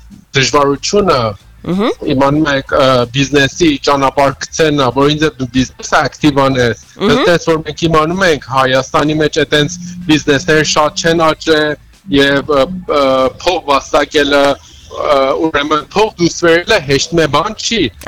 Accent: Iran; now in Yerevan, Armenia; Ես Երևանում եմ եւ Իրանից եմ եկել։

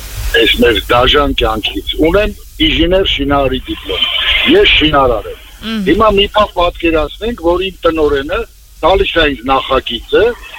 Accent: Yerevan, Armenia; Հիմա ես Երևանից եմ, բայց Ռաֆանից մինչև Սադախլու շինարություն եմ անում, ի՞նչ կապ ունի որտեղից։

